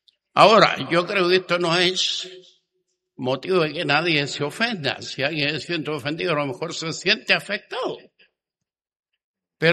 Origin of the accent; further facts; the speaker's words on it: Chile; el nombre que nosotros le damos acá a vulgar como chileno.